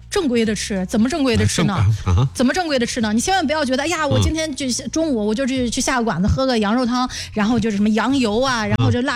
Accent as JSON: {"language": "Chinese", "town": "Xuzhou", "region": "Jiangsu", "country": "China", "tie": "born or raised there", "moved": "yes", "said": "我的老家徐州"}